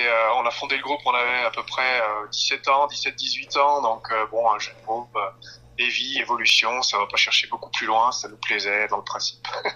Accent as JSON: {"language": "French", "town": "Saint-Étienne", "region": "Auvergne-Rhône-Alpes", "country": "France", "said": "on va dire deux Stéphanois et deux Auvergnats, puisque aux toutes origines du groupe, donc c'était Franck et moi-même, originaire des alentours de Saint-Étienne, qui avons fondé le groupe"}